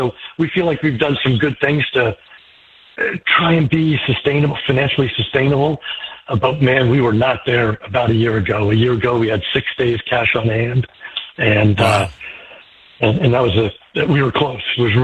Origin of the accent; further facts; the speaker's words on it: California, United States; born there; I was born in California, but was dad was in the Air Force. I was in the Army, so we moved around a bunch.